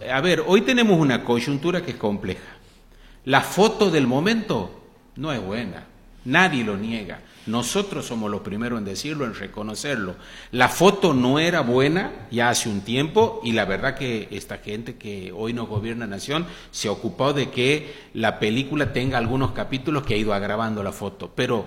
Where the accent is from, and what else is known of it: Santiago del Estero, Argentina